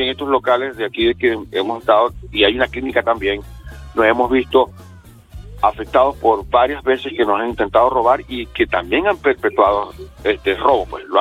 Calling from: Tomé, Biobío, Chile; Aquí de Tomé.

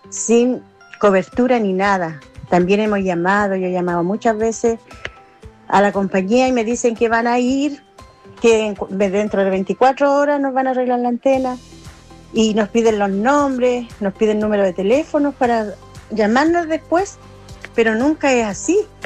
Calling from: Biobío, Chile; Yo también soy pobladora de Quillejo, Salto del Perro

